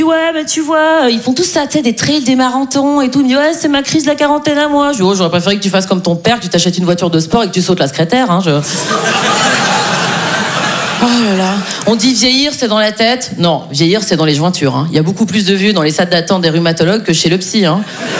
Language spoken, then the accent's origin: French; Switzerland; now in Paris, France